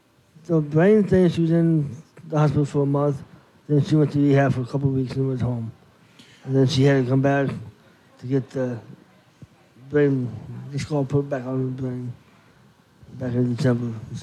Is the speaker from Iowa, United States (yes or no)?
yes; Lincoln, Iowa, United States; We're from Lincoln, Iowa.